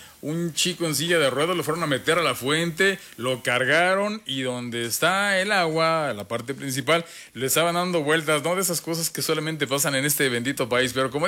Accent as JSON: {"language": "Spanish", "country": "Mexico", "said": "Hay que festejar que somos mexicanos."}